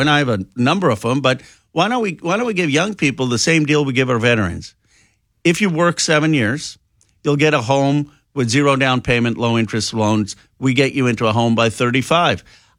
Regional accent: Bucks County, Pennsylvania, United States; the people I grew up in Bucks County that saw the steel mills shut down

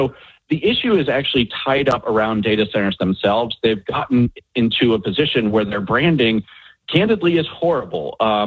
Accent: Ohio, United States; So I remember growing up in Northeast Ohio, there was this idea of energy production that would be coming there. And this was very exciting in Northeast Ohio and Youngstown, Ohio, because we had been losing jobs for so long.

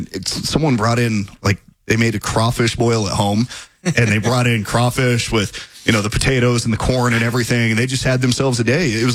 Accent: Los Angeles, California, United States; moved away; growing up in Los Angeles

